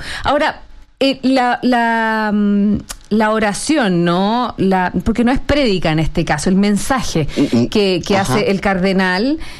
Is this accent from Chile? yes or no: yes; Chile